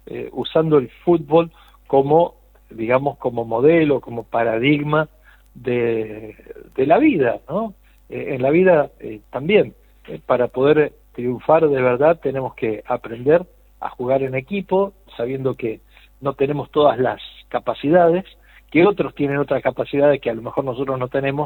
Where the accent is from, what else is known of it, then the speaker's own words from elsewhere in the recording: Argentina; O sea, ya no somos, en estos días no somos de River, de Boca, de... no sé, de Independiente, de Racing, de Central o de Newell's, sino que somos todos argentinos, ¿no es cierto?